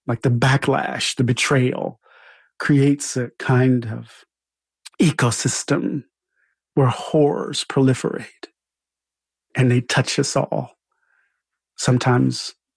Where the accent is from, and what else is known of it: Pascagoula, Mississippi, United States; born or raised there